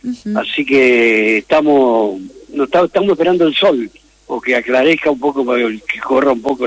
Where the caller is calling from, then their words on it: Villa Constitución, Santa Fe, Argentina; Te hablo de … de Villa Constitución.